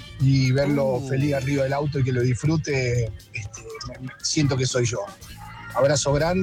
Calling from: Buenos Aires, Argentina; de Mataderos.

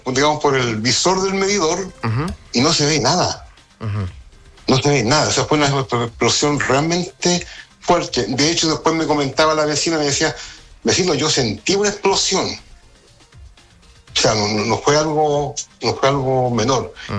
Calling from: Valparaíso, Chile; vivo yo en Placeres

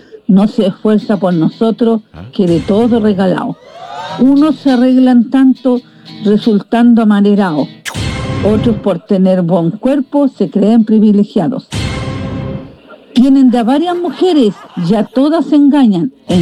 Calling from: Tomé, Biobío, Chile

